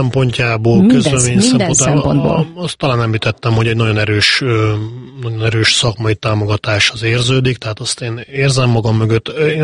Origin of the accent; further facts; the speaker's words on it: Hungary; azért magyarok vagyunk